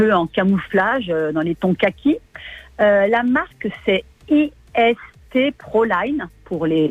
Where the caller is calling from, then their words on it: Païta, South Province, New Caledonia; Oui, je suis sur Païta